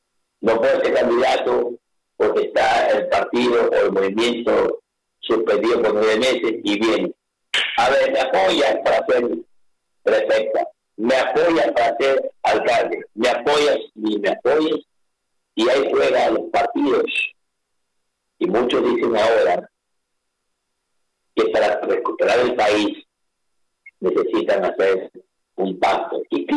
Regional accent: Ecuador

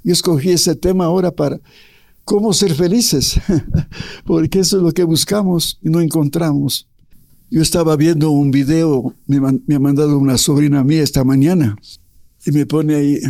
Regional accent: Imbabura, Ecuador; Es una ciudad muy hermosa de mi provincia, de Imbabura.

